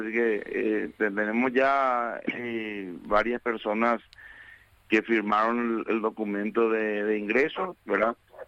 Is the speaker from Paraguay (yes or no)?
yes; Paraguay; uno como paraguayo uno se siente